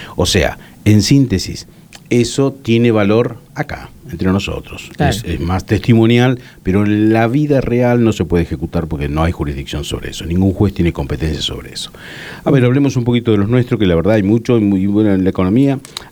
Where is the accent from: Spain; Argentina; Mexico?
Argentina